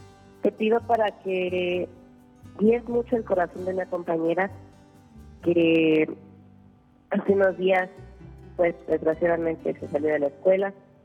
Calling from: Guadalajara, Jalisco, Mexico; desde Guadalajara

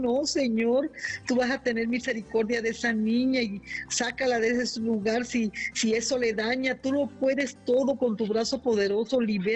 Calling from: Aguascalientes, Mexico; Hablo de Aguascalientes

